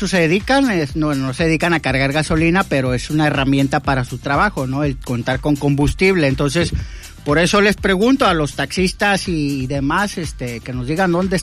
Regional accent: Mexico

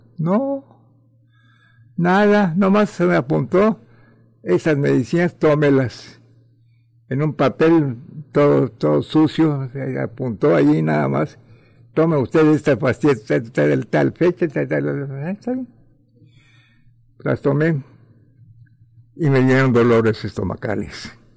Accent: Mexico; now in Cancún, Mexico; soy más mexicano que los meros chiles de nogada.

